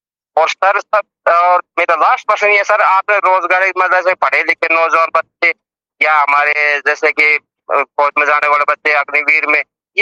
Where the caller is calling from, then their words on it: Kheri Talwana, Haryana, India; वीर भूमि खेड़ी तलवाना महेंद्रगढ़ से जी।